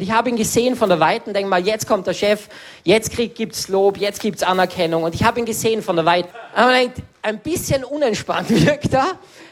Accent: Salzburg, Austria; Und bei uns in Salzburg hat es so eine Villenreihe gegeben.

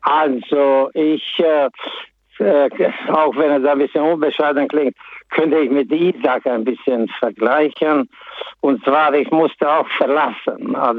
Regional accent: Transylvania, Romania; moved away as an adult; now in Todtnau, Germany; Ich musste meine Heimat verlassen. Ich bin in Siebenbürgen geboren. Die Umstände waren so, dass ich das nicht mehr ausgehalten hatte. Und mehr oder weniger musste ich sie verlassen. Und dann bin ich nach Deutschland gekommen.

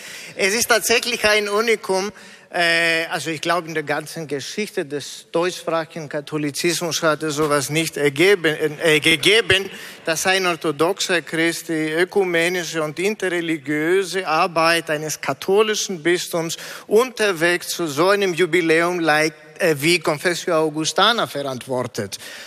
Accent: Greece; moved away as an adult; now in Germany; Also ich bin in Griechenland geboren und aufgewachsen. 97% der Bevölkerung sind orthodoxe Christen.

